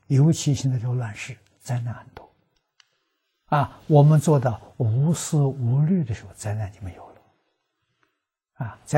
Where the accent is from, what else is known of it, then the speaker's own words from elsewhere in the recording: China; 我们中国人教学讲，教学相长